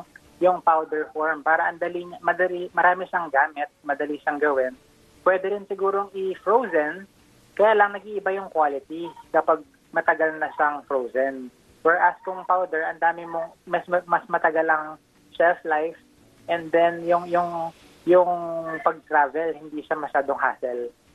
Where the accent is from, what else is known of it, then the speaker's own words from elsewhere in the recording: Central Luzon, Philippines; I can only speak sa area ko. which is I am from Pampanga.